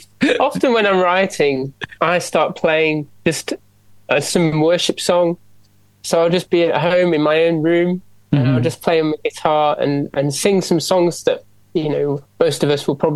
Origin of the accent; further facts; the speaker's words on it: Nottingham, East Midlands, United Kingdom; moved away as an adult; also born or lived in London / Leeds; I'm from Nottingham originally.